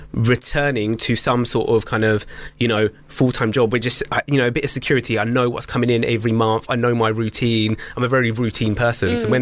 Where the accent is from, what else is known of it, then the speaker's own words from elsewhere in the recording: United Kingdom; born there; So I'm of Sikh faith and Punjabi culture, but born here in Britain.